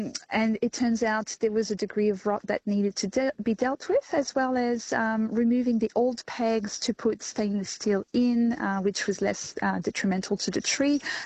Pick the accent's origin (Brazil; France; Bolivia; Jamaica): France; French Alps; English is a second language; Yes, in fact, I grew up in the French Alps, so as far as I can remember, I was climbing cliffs and trees.